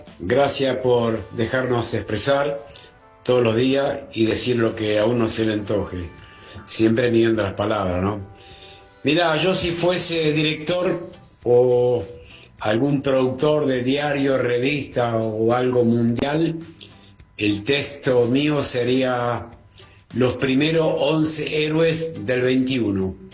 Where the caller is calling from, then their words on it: San Justo, Argentina; de San Justo.